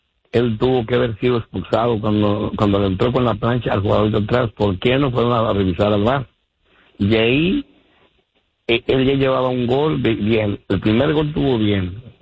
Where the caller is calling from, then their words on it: Los Angeles, California, United States; por de acá de Los Ángeles